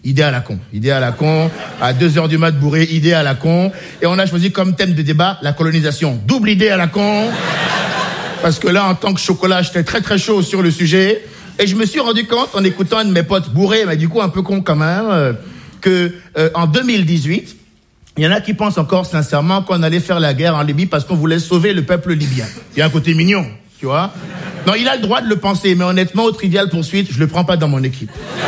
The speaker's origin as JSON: {"language": "French", "country": "Benin", "tie": "born or raised there"}